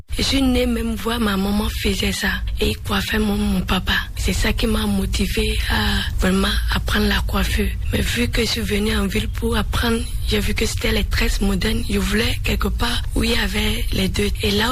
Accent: Benin; Chez nous, en Bariba, on dit pori-pori.

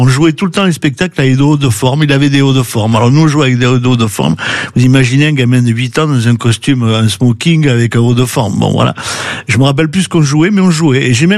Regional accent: Avignon, Provence-Alpes-Côte d'Azur, France; also born or lived in Lyon / Les Angles; mon papa lui était de Lyon, et donc je suis né à Lyon, mais j'ai grandi à Avignon parce que j'étais mieux dans ma famille italienne que dans ma famille lyonnaise.

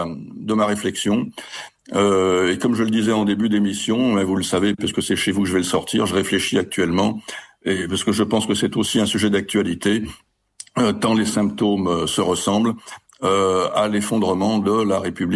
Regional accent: Lyon, Auvergne-Rhône-Alpes, France; vous savez que je suis lyonnais

